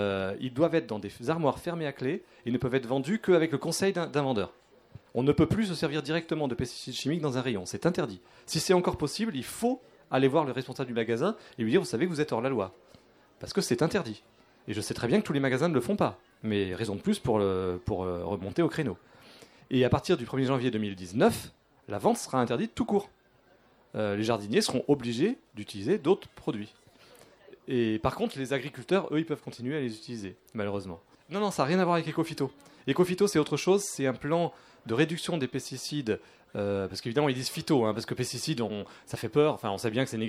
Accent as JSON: {"language": "French", "region": "Brittany", "country": "France", "said": "Ça peut être aussi, pour, par exemple, chez moi en Bretagne"}